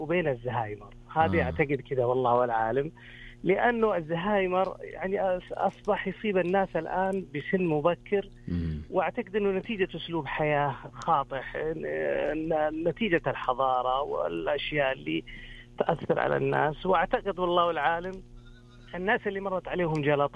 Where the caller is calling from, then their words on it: Medina, Medina Province, Saudi Arabia; من المدينة المنورة.